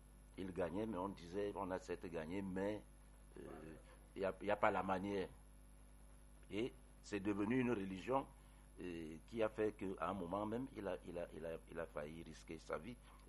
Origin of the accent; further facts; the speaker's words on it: Cameroon; Quand les Lions jouent, on est Camerounais.